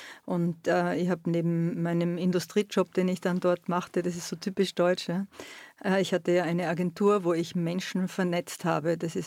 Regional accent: Carinthia, Austria; born there; moved away as an adult; also born or lived in Graz, Austria / Vienna, Austria / Wiesbaden, Germany / Cologne, Germany; dass ich am Wörthersee aufgewachsen bin. Ich bin in Graz geboren und hatte das Privileg, dass meine Eltern in Börtschach ein Geschäft eröffnet hatten in den 60er Jahren. Und so bin ich halt als Kind immer wieder zwischen Wörthersee und Graz und Wien gependelt.

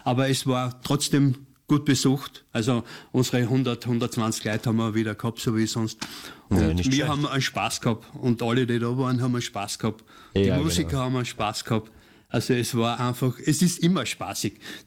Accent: Styria, Austria; moved away as an adult; also born or lived in La Gomera; nein, ich bin ein Steirer. Und daheim bin ich in der Sabbat.

